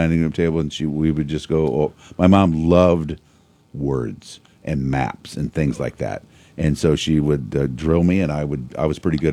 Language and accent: English; Pekin, Illinois, United States; I grew up around A&W, Cranwell's A&W in Pekin, yeah. And it was my hometown.